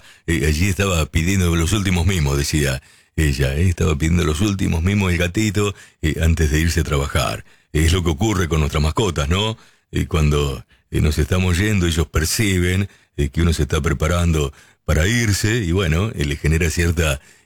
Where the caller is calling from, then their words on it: La Ràpita, Catalonia, Spain; de La Rápita, Tarragona, España.